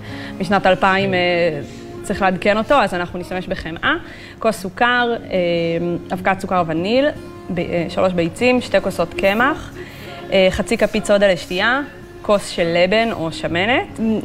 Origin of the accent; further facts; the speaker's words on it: Kfar Aza, Southern District, Israel; moved away; כשאני הייתי כילדה בקיבוץ